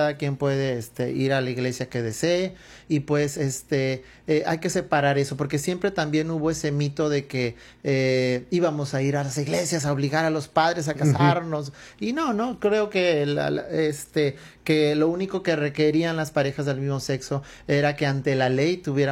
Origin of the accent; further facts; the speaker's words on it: Mexico; somos ciudadanos mexicanos